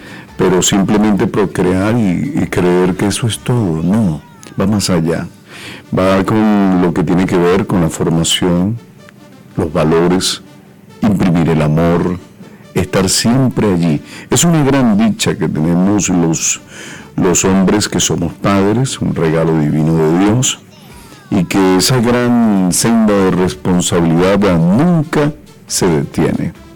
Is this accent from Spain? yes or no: no; Venezuela; compartiendo junto a ustedes de ese buen humor, de esa buena vibra que nos caracteriza como venezolanos